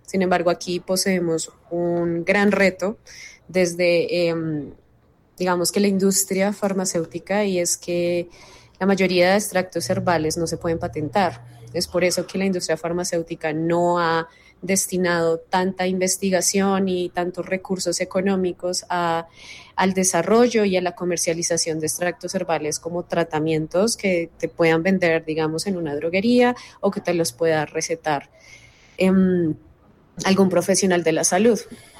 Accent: Colombia; vivimos en Colombia, Colombia es un país biodiverso, es el segundo país más biodiverso del mundo. Creo que sería importante como investigadora colombiana

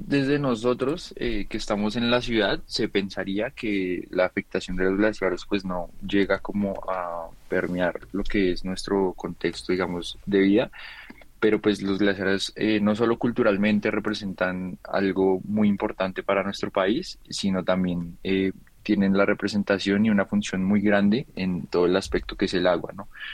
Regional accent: Colombia; la pérdida de estos como colombianos pues nos afecta

